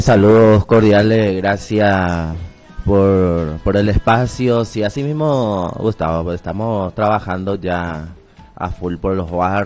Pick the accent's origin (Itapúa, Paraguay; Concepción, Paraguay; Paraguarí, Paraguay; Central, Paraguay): Concepción, Paraguay; moved away as an adult; now in Pedro Juan Caballero, Paraguay; En la realidad, yo soy de la colonia Ahuillepeajú, distrito de Ullau.